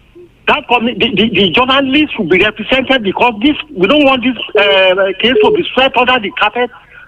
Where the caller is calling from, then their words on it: Ekiti, Nigeria; I'm calling from Ekiti State.